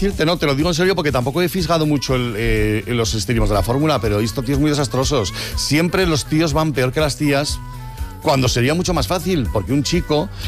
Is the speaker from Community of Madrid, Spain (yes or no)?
yes; Community of Madrid, Spain; yo soy madrileño, pero soy de madre aragonesa.